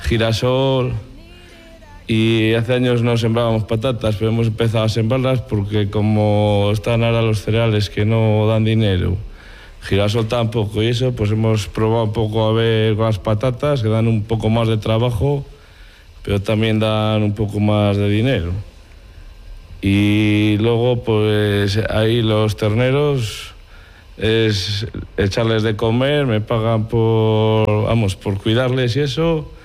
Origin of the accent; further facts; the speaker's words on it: Villanueva de San Mancio, Castile and León, Spain; soy de aquí de Viana Salmancio, soy agricultor y ganadero